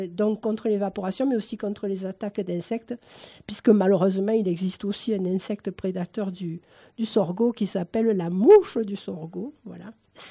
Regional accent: Nîmes, Occitanie, France; je suis originaire de la région de Nîmes, donc ceci explique peut-être cela.

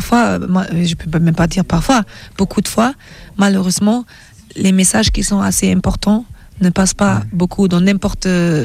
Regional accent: Germany; born or raised there

